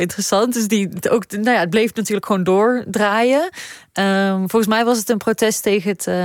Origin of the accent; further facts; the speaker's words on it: Tilburg, North Brabant, Netherlands; Ik ben opgegroeid in Tilburg.